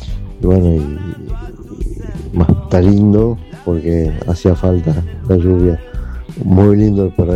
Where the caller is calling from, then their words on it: Sacanta, Córdoba, Argentina; soy de Sacanta